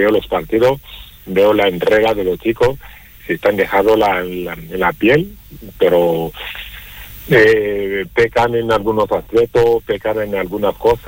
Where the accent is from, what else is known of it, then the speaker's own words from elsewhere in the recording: Málaga, Andalusia, Spain; Y dije, como malagueño y malaguista, sería un sueño volver a primera